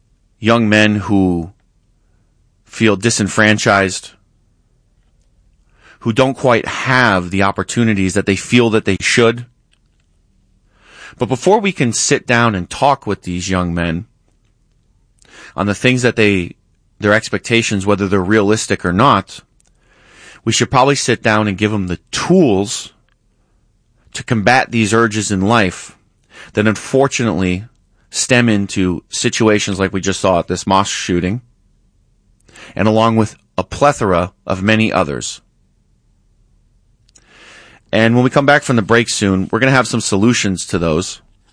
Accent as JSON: {"language": "English", "town": "Rochester", "region": "New York", "country": "United States", "tie": "born or raised there", "also_born_or_lived": "Brooklyn", "moved": "yes", "said": "I grew up predominantly in Rochester, New York for most of my childhood. And a little bit in New York City, but mostly Rochester, New York. Some of my adult life in New York City, Brooklyn in particular."}